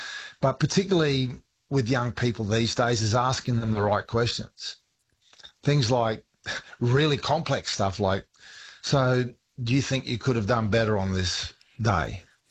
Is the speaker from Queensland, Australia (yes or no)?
yes; Queensland, Australia; I'm a Queenslander.